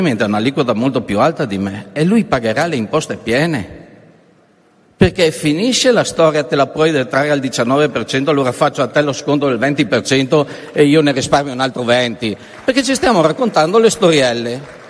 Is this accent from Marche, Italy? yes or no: no; Veneto, Italy; Perché io vengo dal Veneto, noi abbiamo un problema fondamentale nelle regioni di confine.